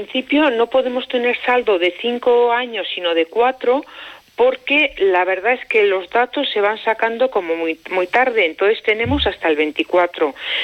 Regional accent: Navarre, Spain; yo soy de Navarra.

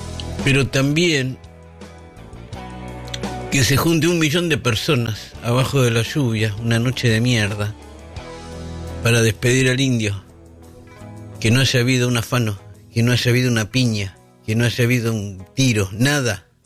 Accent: Argentina; sos argentino, y digo argentino. ¿Por qué no nací en Hawái, boludo?

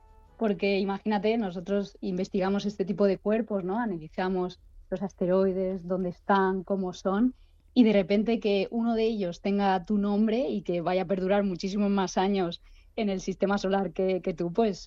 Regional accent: Madrid, Community of Madrid, Spain; yo soy de Madrid

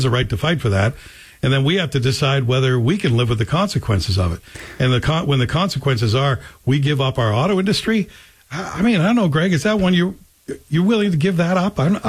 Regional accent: Canada; So I wouldn't panic yet if I'm a Canadian. I think we should all just take a deep breath. We're clearly ready to fight.

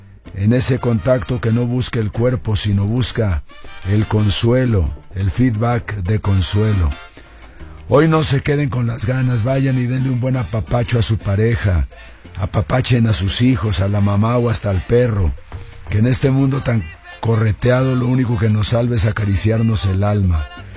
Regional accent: Mexico; los mexicanos somos expertos en ponerle azúcar a la vida

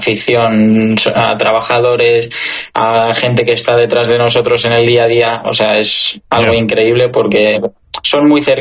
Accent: Spain; Ya no solo como aficionado, sino también claro. como español.

